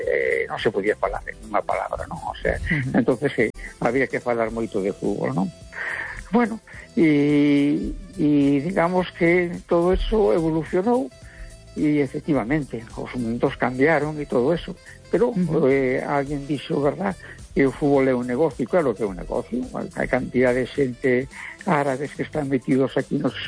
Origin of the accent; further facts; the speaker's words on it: Galicia, Spain; E como galego, pois a mí me gusta o Deportivo, me gusta o Celta, ¿verdad?